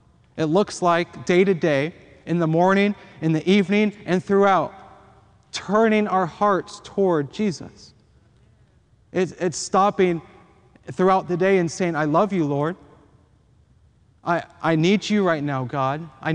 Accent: Las Vegas, Nevada, United States; born or raised there; moved away

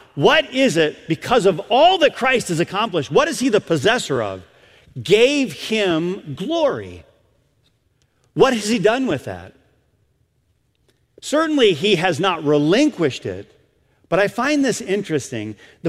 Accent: Michigan, United States; I'm a Michigander. I grew up in Michigan.

